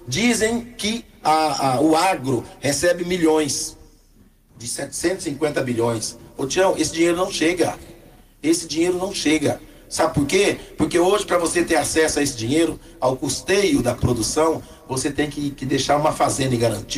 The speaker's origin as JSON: {"language": "Portuguese", "country": "Brazil"}